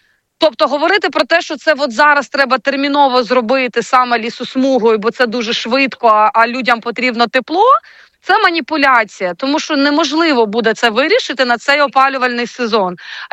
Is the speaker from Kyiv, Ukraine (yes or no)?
yes; Kyiv, Ukraine; ми, кияни, містяни